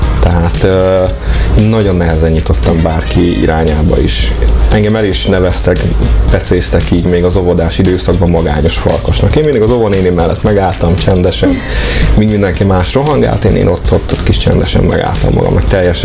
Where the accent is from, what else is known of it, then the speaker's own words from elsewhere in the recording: Mikepércs, Hajdú-Bihar, Hungary; also born or lived in Debrecen; Én Debrecenben születtem, és egy éves koromban költöztünk ki Mikepélsre, és azóta is ott élek, ennek most már 35-6 éve.